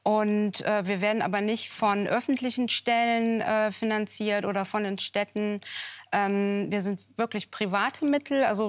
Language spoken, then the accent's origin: German; Cologne, North Rhine-Westphalia, Germany; born or raised there